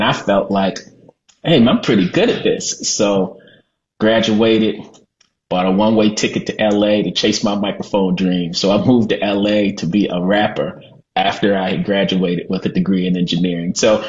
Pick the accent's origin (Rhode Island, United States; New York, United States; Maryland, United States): Maryland, United States; Baltimore; where we grew up in Baltimore, don't know how much you know about Baltimore